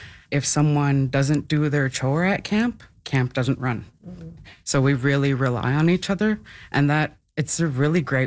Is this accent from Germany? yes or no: no; Pangnirtung, Nunavut, Canada; first language Inuktitut; English is a second language; now in Iqaluit, Canada; I'm from I live in Iqaluit, but I'm from Pengertung.